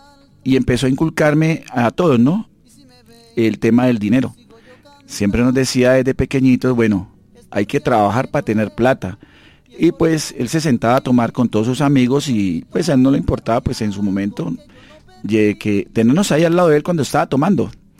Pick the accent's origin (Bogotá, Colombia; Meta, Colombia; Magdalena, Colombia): Meta, Colombia; Villavicencio; soy de Villavicencio, nacido y criado en Villavicencio toda mi vida. Vengo de una familia, pues, de clase media, ¿no?